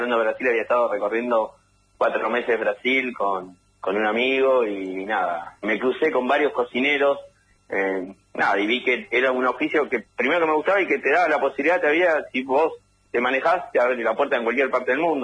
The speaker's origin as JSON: {"language": "Spanish", "town": "General Rodríguez", "region": "Buenos Aires Province", "country": "Argentina", "tie": "born or raised there"}